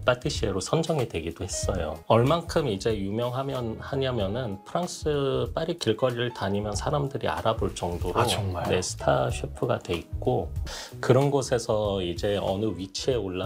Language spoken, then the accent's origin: Korean; South Korea; moved away as an adult; also born or lived in Paris, France